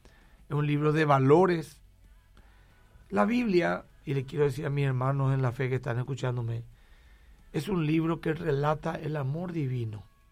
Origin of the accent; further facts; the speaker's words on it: Asunción, Paraguay; desde el Mercado 4, te envió de mi zona, de mi barrio donde me crié.